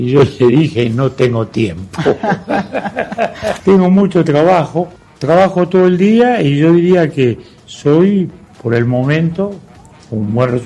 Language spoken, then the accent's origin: Spanish; Uruguay